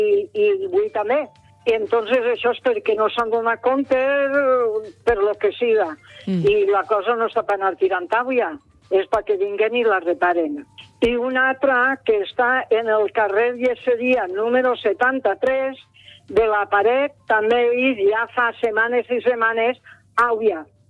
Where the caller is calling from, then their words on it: Gandia, Valencian Community, Spain; sóc una senyora de Sigandia, en el i del districte del Raval.